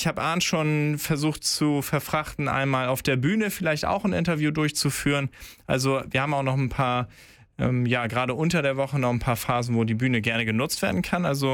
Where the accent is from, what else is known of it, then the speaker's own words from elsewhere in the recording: Brunsbüttel, Schleswig-Holstein, Germany; Als gebürtiger Brunsbüttler